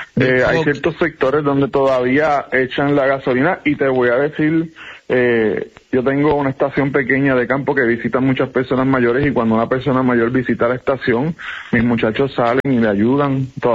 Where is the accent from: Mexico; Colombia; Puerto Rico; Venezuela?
Puerto Rico; Ponce; Mi papá servía la gasolina. Yo soy de Ponce.